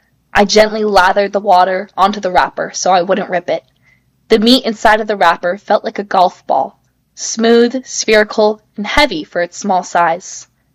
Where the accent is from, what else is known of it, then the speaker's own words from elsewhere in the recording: Bagaluru, Karnataka, India; Born and raised in Bagaluru, Karnataka, and I am going to ninth grade next year. I can speak Malayalam, Tamil, Hindi, and Kannada, along with English.